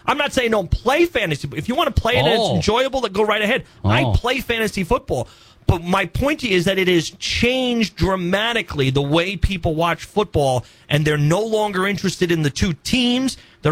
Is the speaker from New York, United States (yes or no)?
yes; New York, United States; I have some friends from where I grew up in New York that still do it